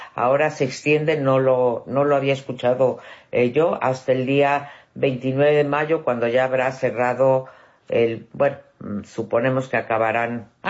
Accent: Mexico; me duele como mexicana decir esto.

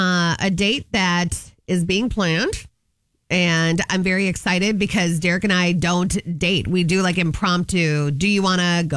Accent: Minnesota, United States; I'm from the Halloween capital of the world, where you look out our house window, the bay window that I grew up

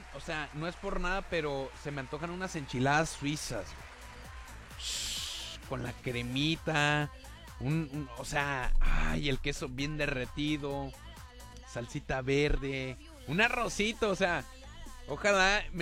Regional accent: Mexico; somos mexicanos, o sea, la neta, somos mexicanos

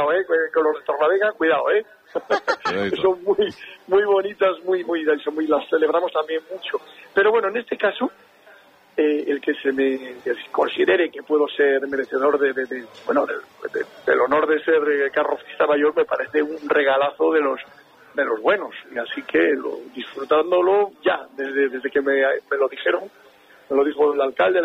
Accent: Cantabria, Spain; de conectar hoy con vosotros, con Cantabria, para acercarme un poco, porque repito, soy muy pesado con mi pueblo

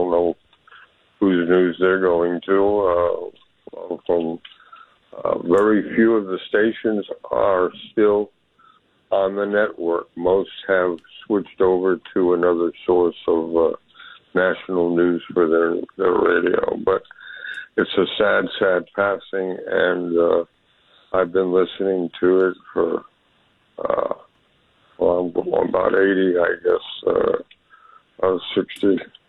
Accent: New London, Connecticut, United States; He did an interview in my hometown, which was New London, Connecticut, in 1958, on his show Person to Person.

